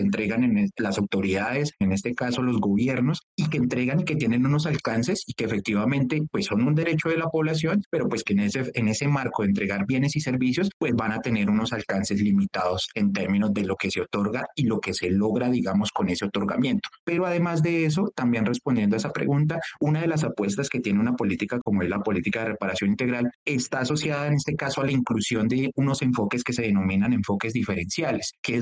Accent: Colombia; a nosotros todos como colombianos y colombianas.

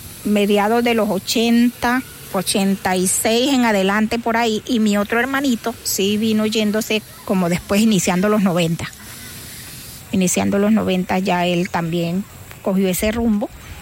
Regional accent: Arauquita, Arauca, Colombia; now in Arauca, Colombia; allá vivimos también nosotros en el llano, en el pleno llano, porque yo soy llanera totalmente araucana, nacida en la sabana. Después ya a mediados de los 80, ya yo estaba pues acá en Arauca, porque ya me había venido para acá a estudiar

